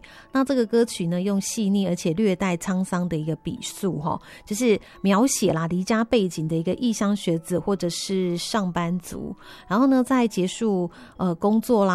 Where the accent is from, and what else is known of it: Taiwan